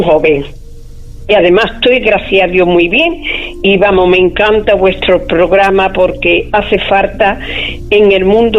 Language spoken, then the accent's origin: Spanish; Huelva, Andalusia, Spain; Soy de Huelva, pero estoy ahora mismo en Mazagón.